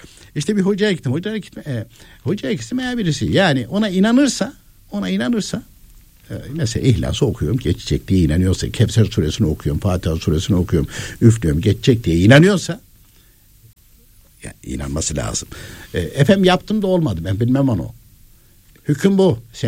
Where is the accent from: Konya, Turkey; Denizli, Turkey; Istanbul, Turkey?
Konya, Turkey; ben de kendim Konyalıyım.